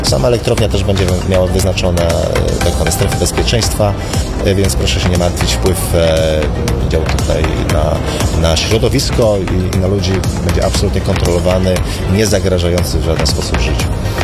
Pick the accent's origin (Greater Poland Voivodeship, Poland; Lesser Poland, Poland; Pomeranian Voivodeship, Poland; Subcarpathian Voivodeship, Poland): Pomeranian Voivodeship, Poland; jestem Pomorzaninem. Nie urodziłem się w Gdańsku, ale jestem z Pomorza